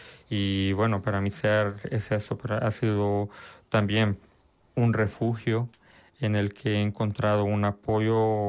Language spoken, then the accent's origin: Spanish; El Salvador; now in Spain; El Salvador, en España, perdón, fue tener claro que yo no podía volver bajo ninguna circunstancia a mi país de origen. ¿Por qué? Porque lo único que me garantiza El Salvador ahora mismo es la cárcel.